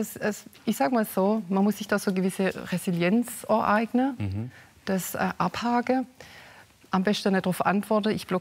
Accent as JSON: {"language": "German", "region": "Baden-Württemberg", "country": "Germany", "accent": "Swabian", "said": "Also hauptsächlich wegen meinem Dialekt. Und es ist ja so, wenn man so im Ländle nur regional unterwegs ist"}